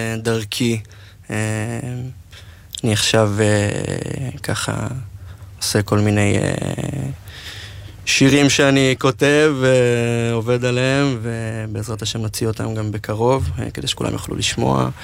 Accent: Pardes Hanna-Karkur, Haifa District, Israel; אני פרדס חנה קרקור, אני בן 21... כן, 21.

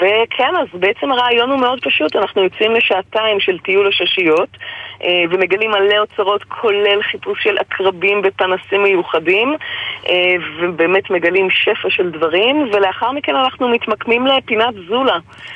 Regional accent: Southern District, Israel; אני אישית מהנגב מגיעה

